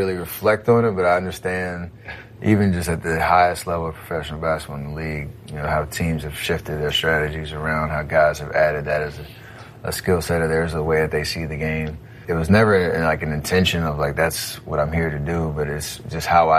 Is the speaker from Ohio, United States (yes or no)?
no; Charlotte, North Carolina, United States; Growing up in Charlotte, where my dad played for 10 years for the Charlotte Hornets